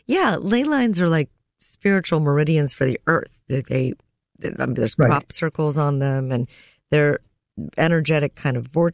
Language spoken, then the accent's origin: English; Ohio, United States; I'm from Ohio.